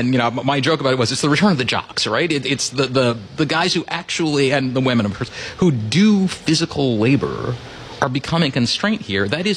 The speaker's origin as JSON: {"language": "English", "town": "Rockville", "region": "Maryland", "country": "United States", "tie": "born or raised there"}